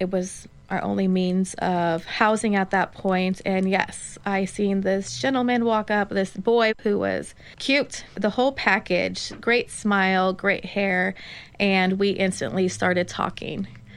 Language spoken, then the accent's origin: English; Hayward, California, United States; I knew there's things to look out for because I came from Hayward, right?